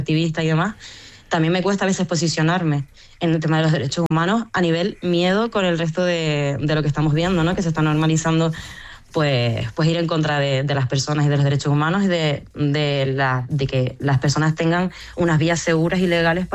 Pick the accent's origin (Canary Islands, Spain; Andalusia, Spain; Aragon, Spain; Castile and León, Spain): Canary Islands, Spain; políticamente no lo somos, pero geográficamente somos africanos. Y toda nuestra historia en Canarias lo dice.